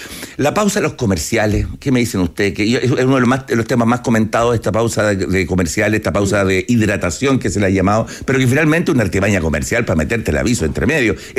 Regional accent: Chile; nosotros chilenos

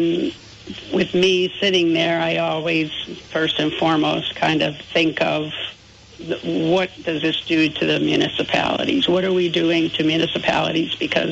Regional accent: Vermont, United States; so I'm from Rutland County, and Rutland County has 7 high schools in the county

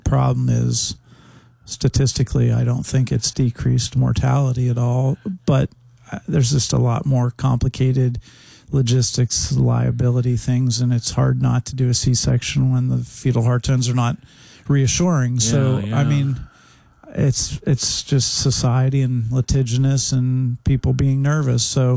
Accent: Pittsburgh, Pennsylvania, United States; moved away as an adult; how can you not be a fan growing up in Pittsburgh in the 70s and 80s?

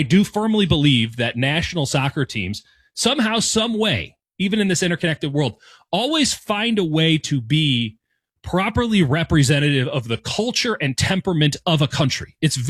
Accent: United States; accent: American; Speaking as an American, you probably look at me and you go, well, that guy's probably American. I open my mouth, you definitely know I'm American.

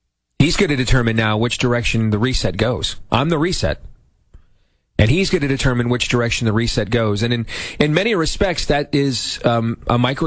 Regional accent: Iowa, United States; the platform I had in my home state of Iowa

